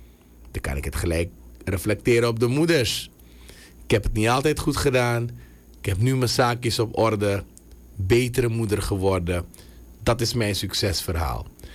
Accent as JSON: {"language": "Dutch", "country": "Suriname", "said": "wij als Surinamers, wij als mensen."}